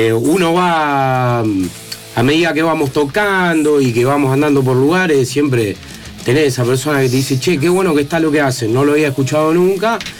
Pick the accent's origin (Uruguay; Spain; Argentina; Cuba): Argentina; Arroyo Seco, Santa Fe; Nosotros somos de Arroyo Seco.